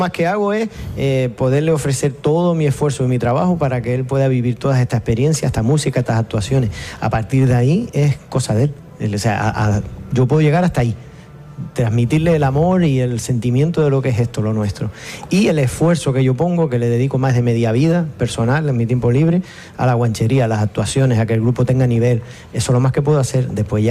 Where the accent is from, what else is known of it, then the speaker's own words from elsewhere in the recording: Tenerife, Canary Islands, Spain; lo que somos los tinerfeños y por extensión muchos canarios